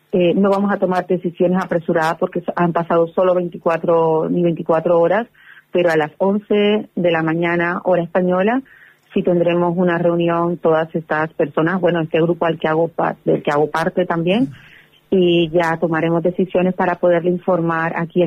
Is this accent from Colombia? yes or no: yes; Cartagena, Bolívar, Colombia; Yo soy de Cartagena de Indias, inmediatamente llamé a mi madre